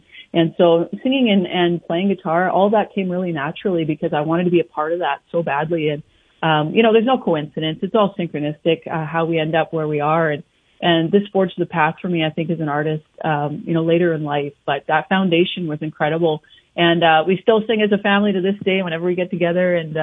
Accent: Canada; I grew up in the southwest corner of our province here on a cattle grain farm. So I was a country girl through and through.

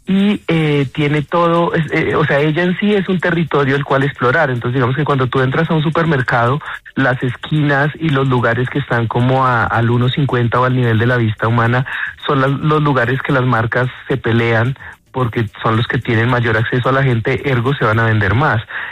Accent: Guaviare, Colombia; Entonces digamos que yo vengo del Guaviare, y nosotros como que vivimos todos estos temas de la violencia del Guaviare en el 99 y demás

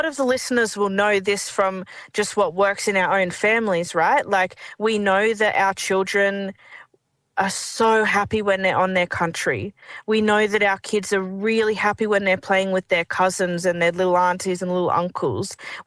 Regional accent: Darwin, Northern Territory, Australia; my kids need different things because we're from Darwin.

